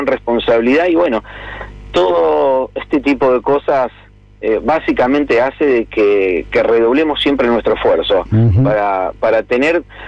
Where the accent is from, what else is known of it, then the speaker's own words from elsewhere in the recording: Casilda, Santa Fe, Argentina; No, somos de Casilda.